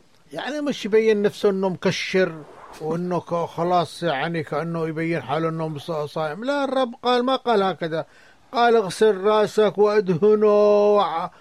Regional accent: Aden, Yemen; عندنا في عدن

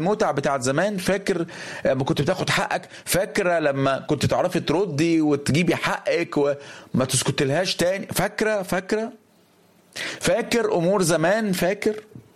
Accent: Egypt; احنا بنفتخر كمصريين بالنيل بتاعنا

